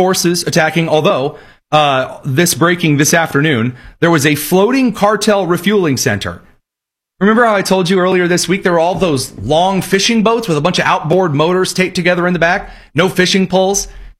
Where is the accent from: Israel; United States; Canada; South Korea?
United States; Midwest; Now, look, I'm from the Midwest.